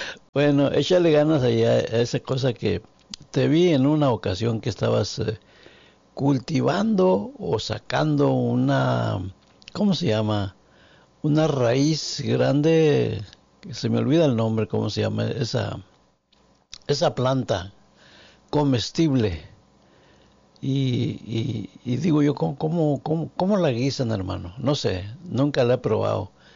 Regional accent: Norias del Refugio, San Luis Potosí, Mexico; now in San Antonio, United States; En San Luis Potosí también, mi tierra, Norias del Refugio.

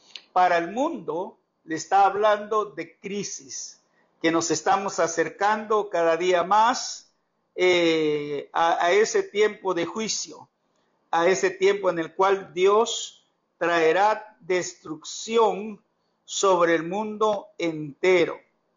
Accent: Guatemala; Yo viví el terremoto del 4 de febrero de 1976 en Guatemala. Era un muchacho tal vez de unos 13 años.

